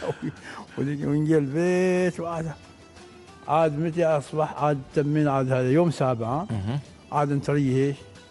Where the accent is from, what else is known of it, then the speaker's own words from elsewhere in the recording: Al Batinah, Oman; نحن معانا في الباطن ما نسوي الصباح